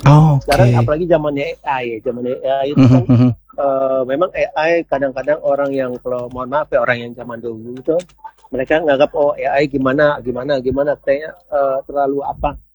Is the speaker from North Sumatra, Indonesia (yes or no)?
no; Manado, North Sulawesi, Indonesia; Iya, betul. Kita dari Manado.